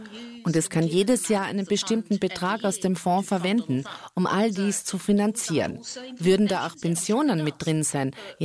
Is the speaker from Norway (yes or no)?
yes; Norway; Was wir als Norweger hören, ist, dass es euer Geld. Als norwegischer Bürger ist es dein Geld, oder?